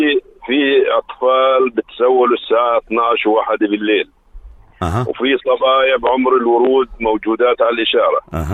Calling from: Irbid, Irbid Governorate, Jordan; انا من اربد.

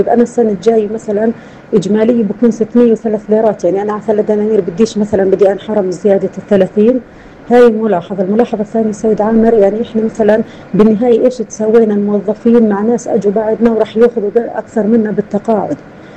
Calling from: Jerash, Jerash Governorate, Jordan

